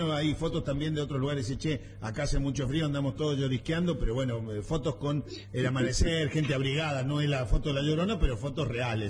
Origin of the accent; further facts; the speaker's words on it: Real del Padre, Mendoza, Argentina; Yo vengo de Real del Padre